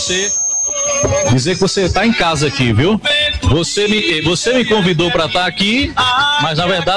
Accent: João Pessoa, Paraíba, Brazil; moved away as an adult; now in Cuité, Brazil; Na verdade, eu sou de João Pessoa. Certo. Minha mãe é de Cuité. Vim para Cuité em 2012

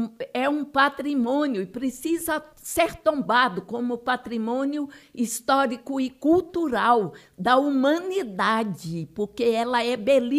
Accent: Itamarandiba, Minas Gerais, Brazil; born there; eu nasci aqui em Itamarandiba, onde eu resido.

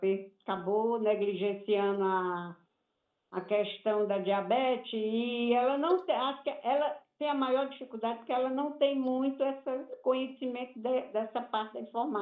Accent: Massapê, Ceará, Brazil; now in Fortaleza, Brazil; lá da minha cidade, Massapê

